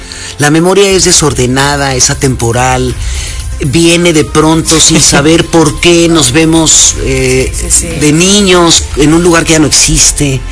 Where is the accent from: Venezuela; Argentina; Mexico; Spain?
Mexico; Puebla; Cómo hemos recorrido como poblanos